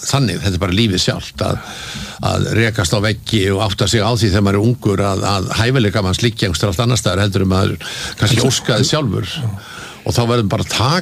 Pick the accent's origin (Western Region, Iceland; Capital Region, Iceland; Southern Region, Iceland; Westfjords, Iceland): Capital Region, Iceland; Reykjavik; Já, ég sko alveg upp í Laugarneshverfinu og hérna bjóð þar þegar ég var ungur maður og ég man eftir mér þar fyrst í Sigtúni 35.